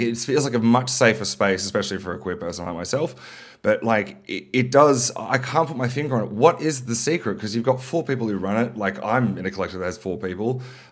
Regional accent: Sydney, New South Wales, Australia; It's definitely something that I've grown in growing up in Sydney's culture in the 2010s.

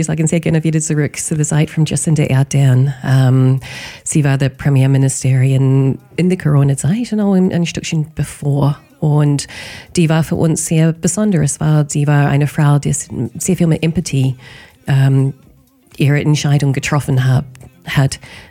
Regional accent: Wellington, New Zealand; Du fragst, oh, was Neues ist in meiner Heimat, in Wellington.

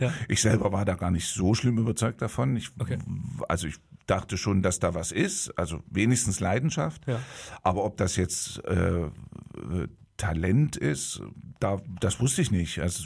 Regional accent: Gotha, Thuringia, Germany; ich bin gebürtiger Gotha

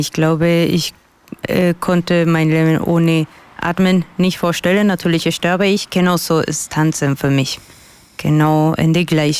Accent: Colombia; German is a second language; moved away as an adult; now in Weimar, Germany; also ich bin … ich komme aus Kolumbien, wohne seit 10 Jahren in Deutschland, ganz genau in Weimar.

